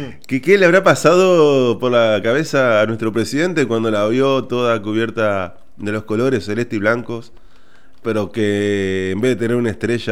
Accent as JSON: {"language": "Spanish", "country": "Argentina"}